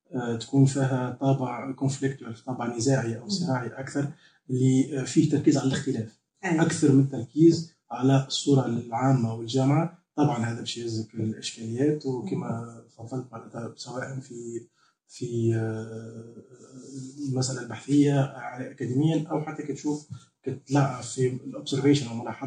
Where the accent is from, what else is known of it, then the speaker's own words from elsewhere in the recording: Sousse, Sousse Governorate, Tunisia; من سوسة، مولود في سوسة، دونك بيئتي بيئة تونسية عادية جدا